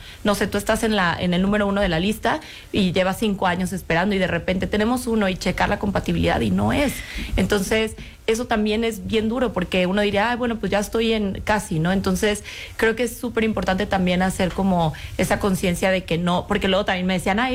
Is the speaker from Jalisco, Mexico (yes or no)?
yes; Guadalajara, Jalisco, Mexico; now in Mexico City, Mexico; Aparte, yo vivo aquí sola en la Ciudad de México, yo soy de Guadalajara.